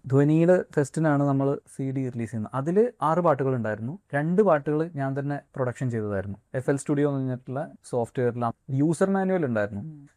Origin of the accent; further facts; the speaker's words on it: Malappuram, Kerala, India; moved away; also born or lived in Wayanad / Kozhikode; ഞാൻ മലപ്പുറംകാരനാണ്, പിന്നെ വയനാട്ടിൽ 5 വർഷം ജീവിച്ചിട്ടുണ്ട്. പിന്നെ കോഴിക്കോട്ടിലാണ് ഞാൻ എന്റെ മാസ്റ്റേഴ്സും ചെയ്തത്, NIT കാലിക്കറ്റിൽ.